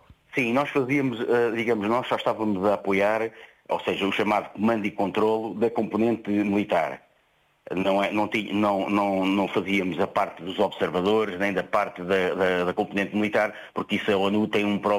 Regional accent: Portugal; e também a nossa, as nossas características como portugueses, não é?

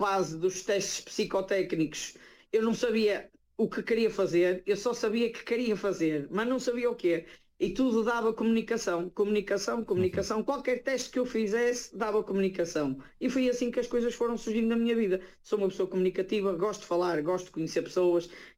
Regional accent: Espinho, Aveiro, Portugal; now in Switzerland; Eu sou de vários lados, mas eu considero-me espinhense. Eu sou de Espinho.

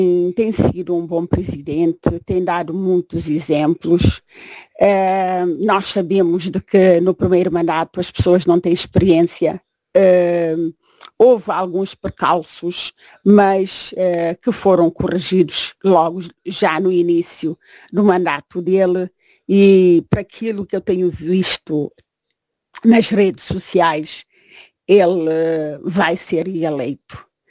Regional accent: Cape Verde; eu, onde vou, digo que eu sou cabo-verdiana com muito, muito, muito orgulho.

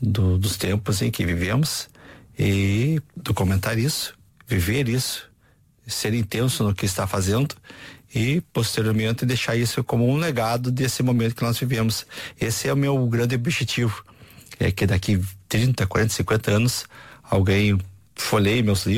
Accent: Rio Grande do Sul, Brazil; accent: gaúcho; Falando especificamente de onde eu nasci, no Rio Grande do Sul

